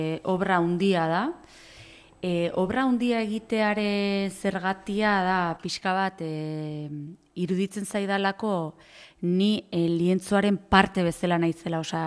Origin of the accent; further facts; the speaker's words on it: Irun, Basque Country, Spain; now in Oiartzun, Spain; ni artista margolari irundarra naiz, egun Oiartzunen bizi naiz, baserri batean